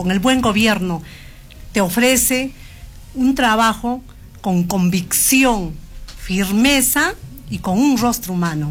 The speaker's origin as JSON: {"language": "Spanish", "area": "Jacobo Hunter", "region": "Arequipa", "country": "Peru", "said": "Yo soy una mujer de Hunter"}